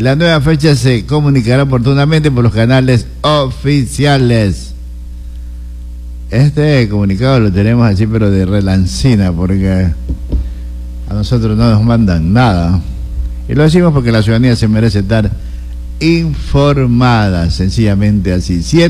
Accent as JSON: {"language": "Spanish", "country": "Ecuador", "said": "somos ecuatorianos"}